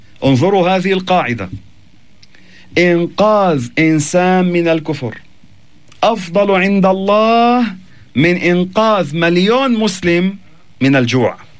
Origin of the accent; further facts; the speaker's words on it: Lebanon; عندنا في لبنان